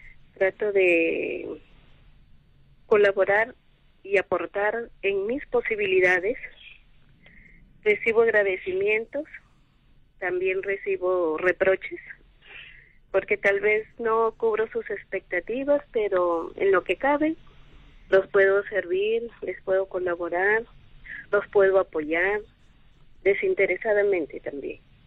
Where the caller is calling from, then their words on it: Piura, Peru; le hablo desde Piura